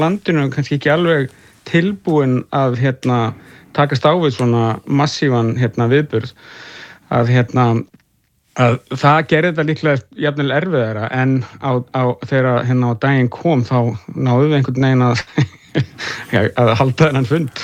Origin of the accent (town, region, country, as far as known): Reykjavík, Capital Region, Iceland; born or raised there